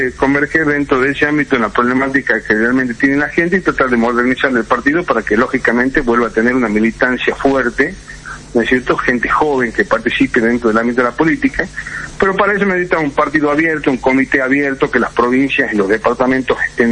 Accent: Rosario de la Frontera, Salta, Argentina; yo soy del interior, yo soy de Rosario de la Frontera

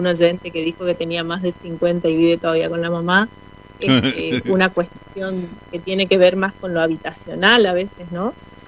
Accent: Corrientes, Argentina; also born or lived in Buenos Aires; yo soy nacida en Buenos Aires y siempre digo que soy criada y mal criada en Corrientes.

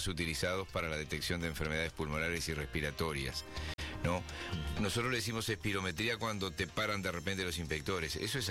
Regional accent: Rocha, Uruguay; moved away; en Rocha le diríamos toalla, ¿no? Porque allá hablamos así

